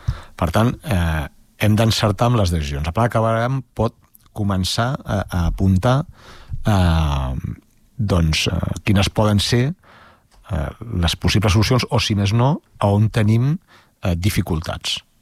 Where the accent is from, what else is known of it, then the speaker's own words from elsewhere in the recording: Molins de Rei, Catalonia, Spain; aquesta flama que es diu Molins de Rei. Crec que som la Gàlia de Baix Llobregat, som un poble doncs, absolutament diferent a tot el que tenim al nostre entorn